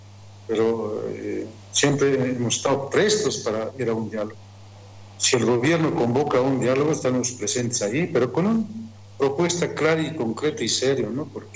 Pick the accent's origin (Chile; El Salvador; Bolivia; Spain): Bolivia